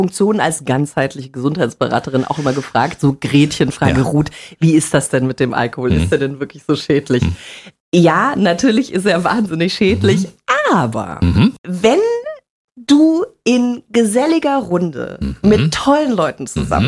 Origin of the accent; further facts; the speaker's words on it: Bavaria, Germany; Ich komme aus Bayern.